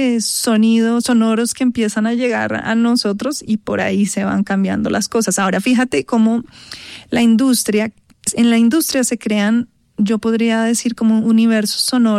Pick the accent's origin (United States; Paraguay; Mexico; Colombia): Colombia; entonces te encuentras con alguien afuera y dices, no, pero ¿tú colombiana? Sí, pero hablas diferente, ¿no?